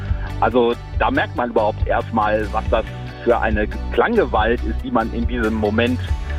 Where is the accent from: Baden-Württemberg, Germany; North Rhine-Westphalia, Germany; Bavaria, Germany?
North Rhine-Westphalia, Germany; Cologne; Ich bin eine Kölsche Jung